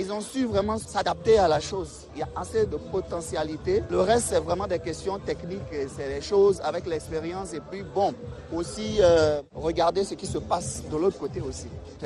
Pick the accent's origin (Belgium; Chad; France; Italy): Chad; now in Côte d'Ivoire; je salue toute la population tchadienne, mon pays d'origine. C'est vrai que en Côte d'Ivoire ici, mais mon cœur est là-bas.